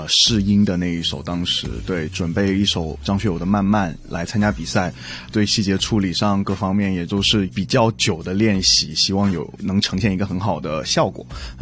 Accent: Hubei, China; 因为我虽然是在湖北长大，但是其实我很喜欢香港音乐、广东歌

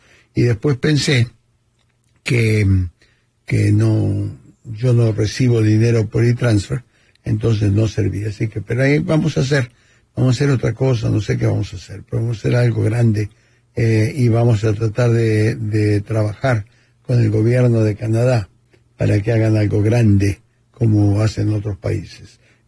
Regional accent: Argentina; Bueno, como argentino no los querría de contrincantes

